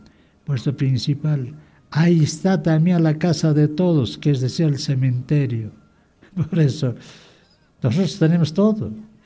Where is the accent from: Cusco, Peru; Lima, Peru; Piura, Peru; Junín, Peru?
Cusco, Peru; Acomayo; moved away; Yo soy de Quispillacta